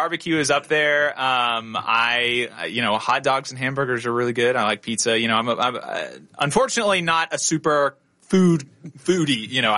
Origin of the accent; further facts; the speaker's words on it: Huntsville, Alabama, United States; I grew up in Alabama. Born and raised Huntsville, Alabama. That's everywhere I've ever lived.